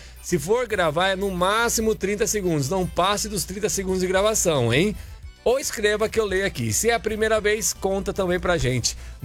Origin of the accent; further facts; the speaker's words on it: Araras, São Paulo, Brazil; Cidade vizinha da minha terra natal também, de Araras.